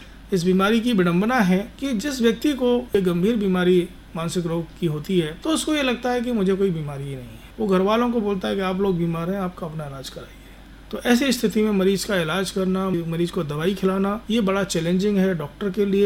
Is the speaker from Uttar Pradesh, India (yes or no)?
no; Gwalior, Madhya Pradesh, India; मेरा जन्म तो ग्वालियर शहर में ही हुआ है और मैं ग्वालियर का ही रहने वाला हूँ और मेरी 12वीं क्लास तक जो शिक्षा है वो ग्वालियर में ही हुई है।